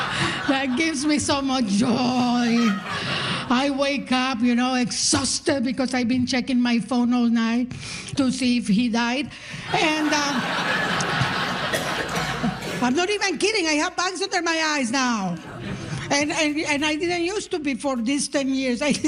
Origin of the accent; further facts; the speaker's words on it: Nicaragua; now in Canada; because I'm from Nicaragua and we always feared an American invasion. I live with that fear.